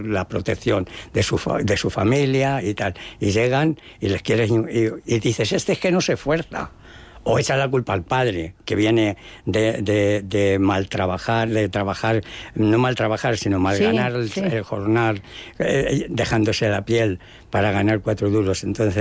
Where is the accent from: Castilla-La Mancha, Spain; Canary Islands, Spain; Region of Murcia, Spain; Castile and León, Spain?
Castilla-La Mancha, Spain; Toledo; por mi pueblo, por Toledo